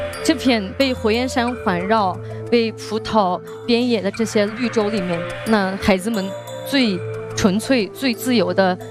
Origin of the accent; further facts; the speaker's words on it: Artux, Xinjiang, China; 第四站就是阿图什，来是也是我的老家啊，我来自阿图什